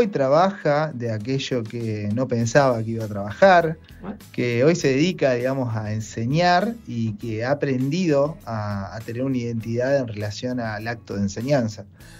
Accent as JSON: {"language": "Spanish", "town": "Luis Beltrán", "region": "Río Negro", "country": "Argentina", "tie": "born or raised there", "said": "Nacido y criado en este pueblo, en Luis Beltrán"}